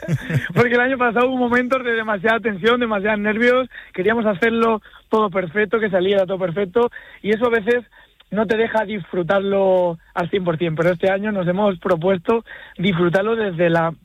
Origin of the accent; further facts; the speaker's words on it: Cuenca, Castilla-La Mancha, Spain; Somos aquí de Cuenca, como dices.